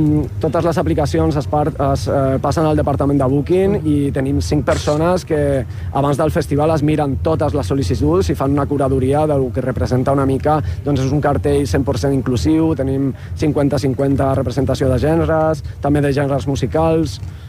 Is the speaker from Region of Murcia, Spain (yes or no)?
yes; Murcia, Region of Murcia, Spain; Catalan is a second language; now in Barcelona, Spain; Jo sóc de Múrcia, però xerraré en català perquè estic molt enxitxada.